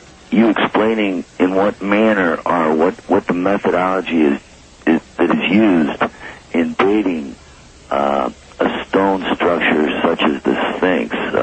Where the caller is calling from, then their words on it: St. Louis, Missouri, United States; I'm calling from St. Louis, Missouri.